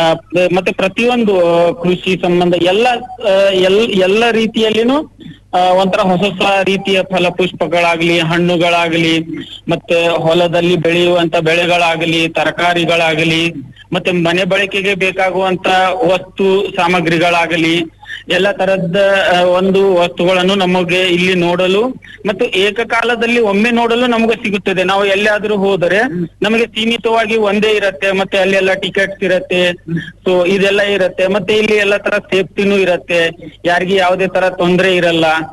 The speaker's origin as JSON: {"language": "Kannada", "town": "Narendra", "region": "Karnataka", "country": "India", "tie": "born or raised there", "said": "ಈ ನರೇಂದ್ರ ನಮ್ಮ ಊರು, ಇಲ್ಲೇ ಪಕ್ಕದ ಹತ್ರನೇ."}